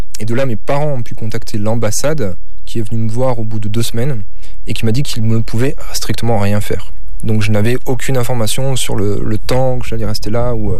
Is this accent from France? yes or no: yes; France; Pour rentrer chez moi en France.